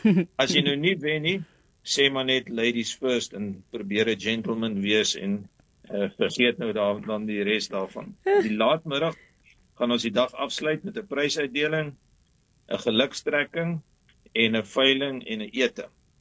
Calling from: Pretoria, Gauteng, South Africa; Ons is ook van Valeria. En dit is die NG Kerk Pierneef in Valeria.

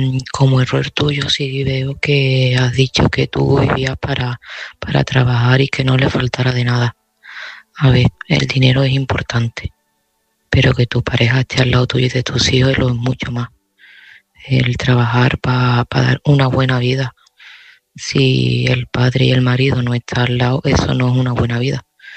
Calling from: Seville, Andalusia, Spain; de Sevilla

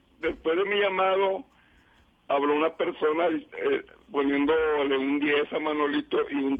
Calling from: Mexico; México, yo soy mexicano, hasta las cachas.

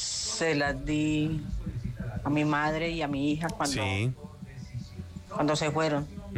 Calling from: Cartago, Valle del Cauca, Colombia; Sintonía desde Cartago.

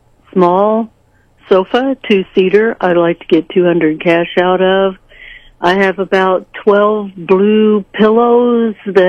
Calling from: Sedalia, Missouri, United States

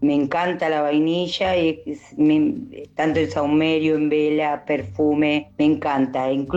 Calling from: Wilde, Buenos Aires Province, Argentina; de Wilde.

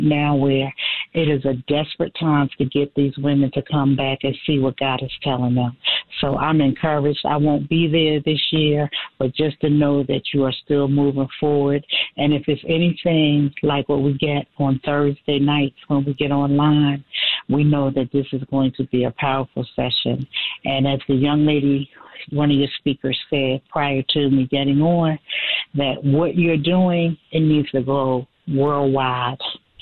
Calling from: Philadelphia, Pennsylvania, United States; I'm calling in from Philadelphia.

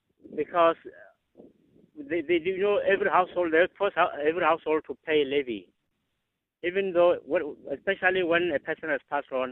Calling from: Sidibeng, Limpopo, South Africa; I'm calling from Sidibeng under Bulobedu Rural Council.

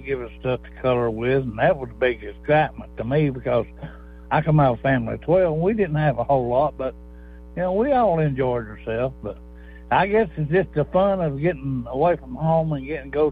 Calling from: Louisa, Kentucky, United States

